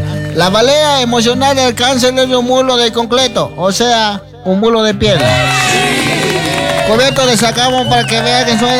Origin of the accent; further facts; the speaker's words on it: Ecuador; Ecuatorianos somos guapos, ecuatorianos.